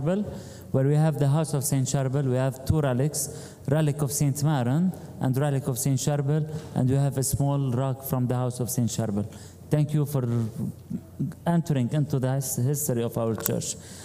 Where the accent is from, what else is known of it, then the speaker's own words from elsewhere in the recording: Lebanon; now in Miami, United States; Soy libanés, pero como español, tomo español, hablo español, bailo español, canto español.